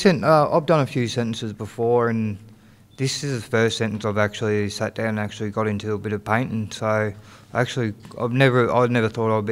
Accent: Ballarat, Victoria, Australia; I haven't been home to Gunai Kurnai yet, but I've been to Gunjanamara land. But I'm from Wathaurong. I'm Wathaurong land. I was born in Ballarat.

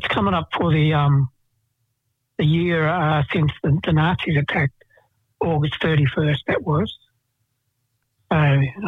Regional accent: Melbourne, Victoria, Australia; Well, I grew up in Fitzroy in Melbourne, but my mob is Gunai Kanai and Gunatamara, or Western Districts of Victoria, Kulin Nation, basically.

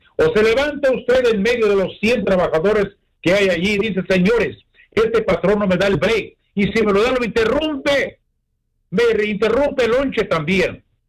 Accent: Mexico; yo soy mexicano 100%

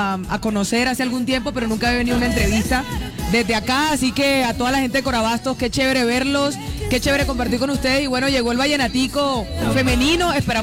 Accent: Aguachica, Cesar, Colombia; also born or lived in Bucaramanga; Yo he vivido casi toda mi vida entre Aguachica, mi pueblo, y Bucaramanga porque estudié Derecho en la Pontificia, en Bucaramanga.

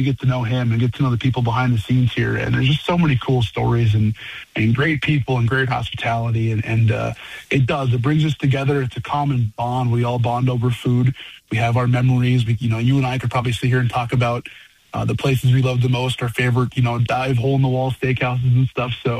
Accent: Bowman, North Dakota, United States; I'm a North Dakota resident first and foremost, right? I grew up in Bowman. I lived in the southwest corner my entire life

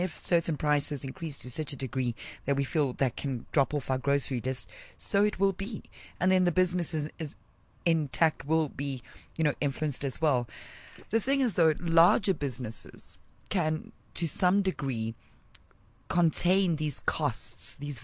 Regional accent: South Africa

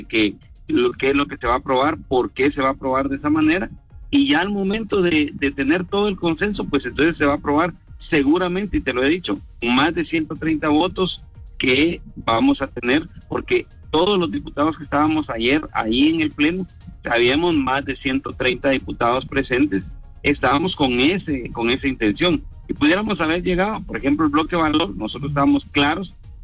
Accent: Guatemala; nosotros como guatemaltecos

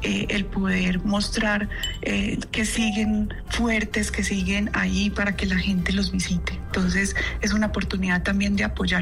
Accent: Colombia

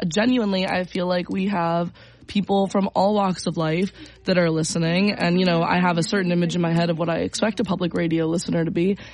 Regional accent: Maryland, United States; moved away as an adult; also born or lived in Boston / New York City / Tennessee; now in Albany, United States; I came to here directly from New York City, where I was living in Brooklyn. Grew up in Maryland, and did a brief stint as a park ranger in Tennessee.

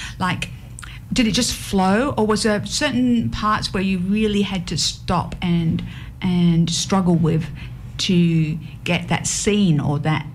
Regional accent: England, United Kingdom; I'm English.

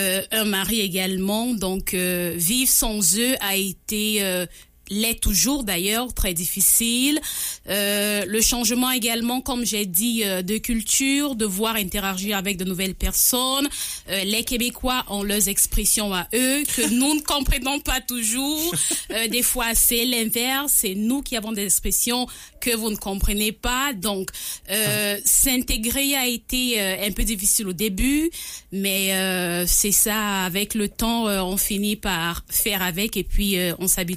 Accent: Cameroon; moved away as an adult; now in Canada; J'ai quitté le Cameroun il y a de cela 2 ans et demi. Au Cameroun, j'ai cumulé une expérience de journaliste pendant 11 ans.

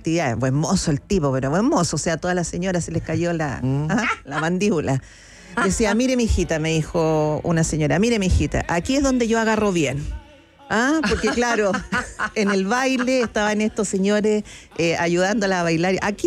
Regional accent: Chile; Fíjate que nosotros empezamos a viajar como chilenos también hace poco.

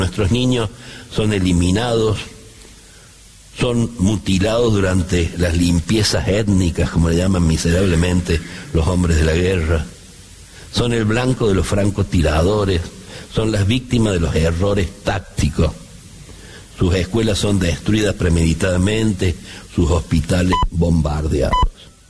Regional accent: Argentina; Es muy triste, como argentinos

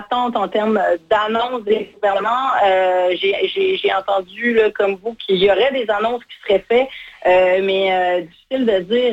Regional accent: Quebec, Canada; chez nous au Québec.

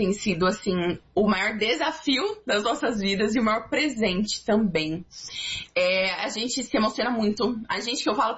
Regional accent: São Paulo, Brazil; eu nunca fui pra Curitiba, eu sou de São Paulo

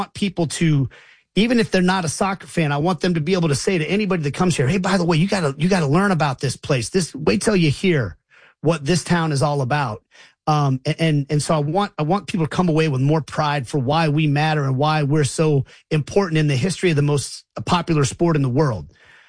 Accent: Kansas City, Missouri, United States; My hometown matters a lot to me, and the game of soccer matters a lot to me. And I want people from Kansas City to at the end of this World Cup say, man, that was a ride.

